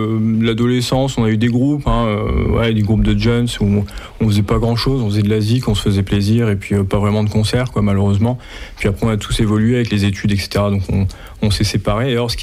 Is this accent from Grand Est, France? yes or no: yes; Grand Est, France; Alors moi, je suis originaire de Lorraine, dans le nord-est de la France. J'ai commencé la musique à 13-14 ans